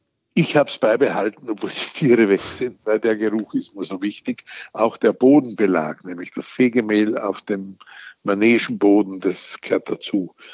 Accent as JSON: {"language": "German", "country": "Austria", "tie": "born or raised there", "said": "Ich bin in einem Industriedorf in Österreich aufgewachsen mit zwei Fabriken. Alle diese Leute haben in den zwei Fabriken gearbeitet, 6000 Einwohner, die Hälfte in einer Eisengießerei und die andere Hälfte in der Porzellanfabrik."}